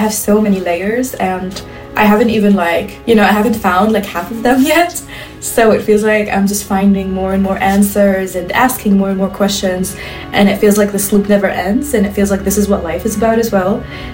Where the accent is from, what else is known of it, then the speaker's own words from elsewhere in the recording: Palestine; first language Arabic; English is a second language; moved away as an adult; now in Berlin, Germany; and I've been in Berlin for I think 3 years now. And I'm Palestinian, living in Berlin, in Kreuzberg